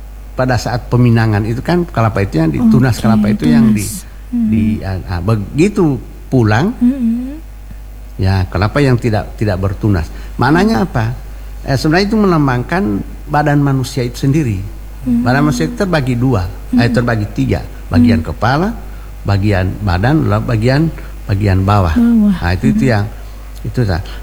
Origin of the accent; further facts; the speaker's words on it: Gorontalo, Indonesia; Karena itu adalah kearifan lokal kita, merupakan identitas kesukuan kita sebagai orang Gorontalo.